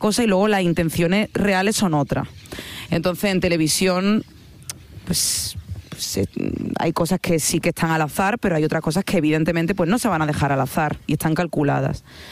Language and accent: Spanish; Andalusia, Spain; Yo soy andaluza. Me encanta reírme, pasármelo bien.